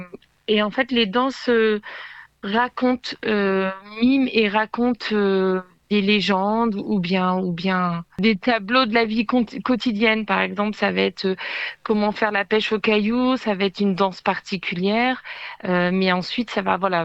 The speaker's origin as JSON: {"language": "French", "region": "Brittany", "country": "France", "said": "On est tous de Bretagne, mais de différentes origines."}